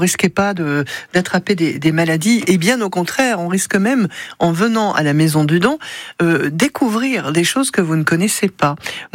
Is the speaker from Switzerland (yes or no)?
no; France; Chez nous, en France, on appelle ça un don éthique.